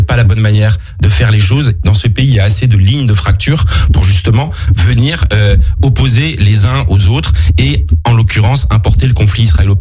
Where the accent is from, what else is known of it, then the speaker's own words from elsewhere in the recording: Massy, Île-de-France, France; Moi, je suis un gamin de banlieue, j'ai grandi à Massy, dans l'Essonne, je suis un produit de la méritocratie républicaine.